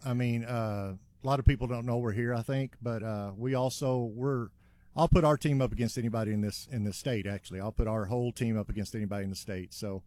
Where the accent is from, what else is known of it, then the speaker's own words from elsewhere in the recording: Archer City, Texas, United States; I'm actually from Archer City, but I grew up in the area